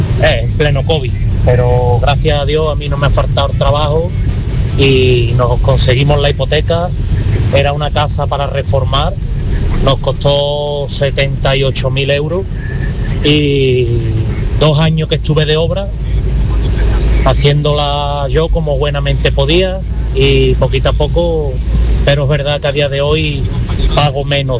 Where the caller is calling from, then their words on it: Brenes, Andalusia, Spain; Yo vivo aquí en Brenes, en Sevilla